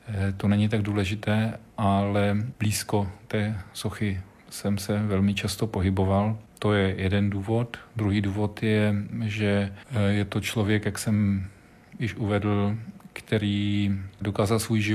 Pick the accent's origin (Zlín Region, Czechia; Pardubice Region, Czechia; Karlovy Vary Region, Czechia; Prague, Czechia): Prague, Czechia; pocházím z Prahy